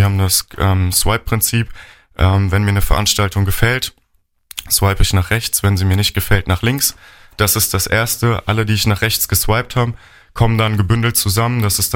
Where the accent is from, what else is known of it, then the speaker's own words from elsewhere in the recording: Sprendling, Rhineland-Palatinate, Germany; Jetzt ich aus Sprendling.